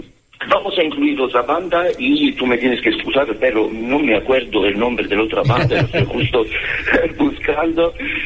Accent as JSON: {"language": "Spanish", "region": "Southern Italy", "country": "Italy", "moved": "yes", "lives_now": "Spain", "said": "yo el bajista somos los italianos del grupo, ¿ok? Pero yo soy del sur y el bajista es más bien del norte."}